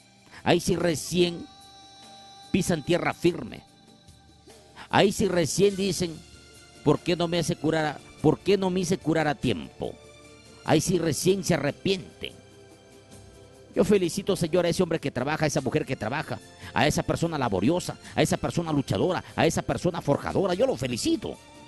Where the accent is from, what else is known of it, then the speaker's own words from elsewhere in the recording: Huancabamba, Piura, Peru; que traigo desde mi pueblo bendito, Huancabamba, Salalá.